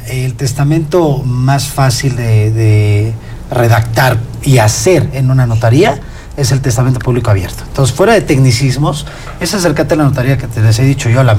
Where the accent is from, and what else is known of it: Mexico